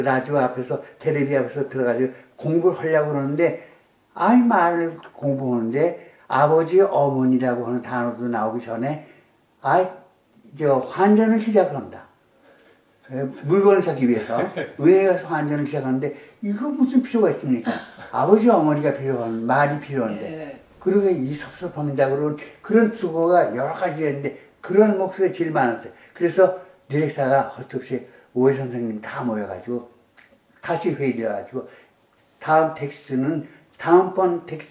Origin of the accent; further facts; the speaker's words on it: Seoul, South Korea; born there; 근데 내가 하는 나 서울 태생인데